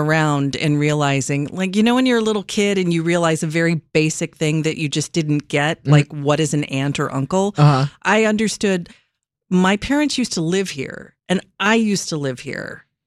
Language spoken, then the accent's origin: English; Illinois, United States; also born or lived in Chicago; So, I grew up in Northern Illinois, as you know, but I was born on the West Side at Loretto Hospital. And I moved back here in 1991 for a job.